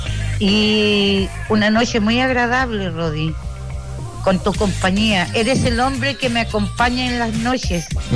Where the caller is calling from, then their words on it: La Calera, Valparaíso, Chile; Soy tu fiel auditora … de acá de Calera